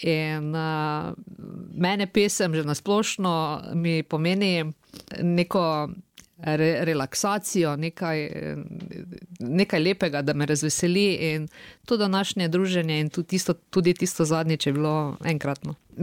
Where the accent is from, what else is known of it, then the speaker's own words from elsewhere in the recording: Šentilj, Drava, Slovenia; ker od tam, odkudre prihajam iz Šentilja, nekako nimamo teh niti dvojezičnih kakšnih sodelovanj, niti se v osnovni šoli naša generacija ni učila nemško.